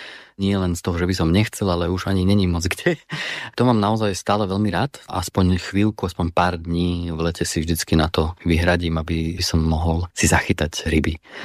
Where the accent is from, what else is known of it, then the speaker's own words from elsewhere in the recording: Prešov, Prešov Region, Slovakia; Keďže ja som pôvodom z Prešova, tak u nás je viac lesov než hôr.